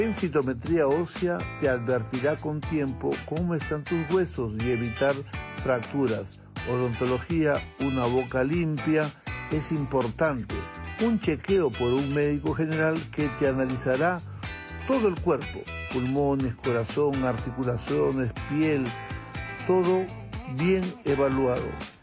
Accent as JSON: {"language": "Spanish", "country": "Peru", "said": "esto es algo que como peruano tenía que decirlo"}